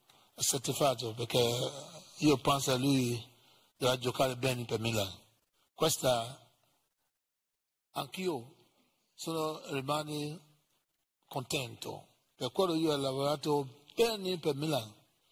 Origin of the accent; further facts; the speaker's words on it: Liberia; Italian is a second language; moved away; also born or lived in Italy; Io non sono italiano, sono liberiano, ma io vivo Italia come un italiano.